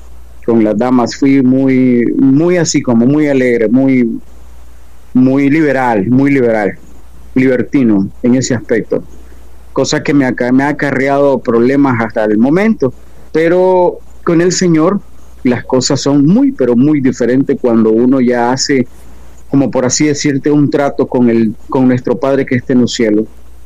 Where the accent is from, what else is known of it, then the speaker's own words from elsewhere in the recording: Managua, Nicaragua; soy de Nicaragua, exactamente de la capital, Managua.